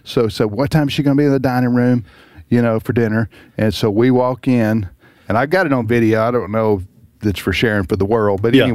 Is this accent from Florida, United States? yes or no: no; Mississippi, United States; and I'm from Mississippi. Okay? So I know what driving in the country's like.